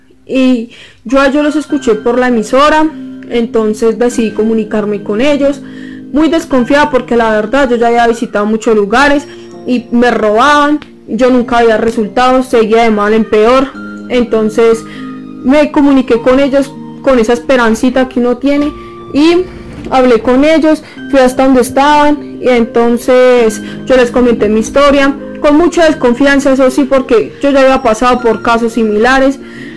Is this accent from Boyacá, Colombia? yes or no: yes; Samacá, Boyacá, Colombia; soy de Pueblito de Samacá.